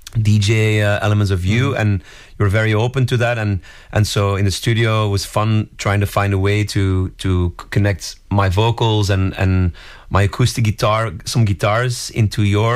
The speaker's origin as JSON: {"language": "English", "country": "Belgium", "said": "my music brings me to countries that are far away from my home country. But this was such a nice thing to, yeah, to make a song with another fellow Belgian artist."}